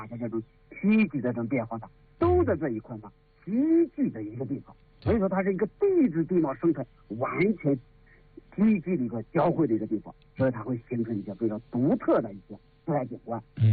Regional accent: Chengdu, Sichuan, China; 尤其像我们成都人往里面走

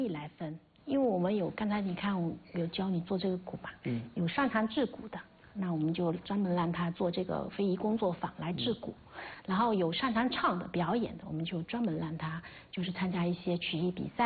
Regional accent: Fujian, China; also born or lived in Quanzhou; 其实我们小时候的时候就是一直听那个蒲仙戏长大的，然后小时候接受的这些，因为我小时候是在村里面的小学

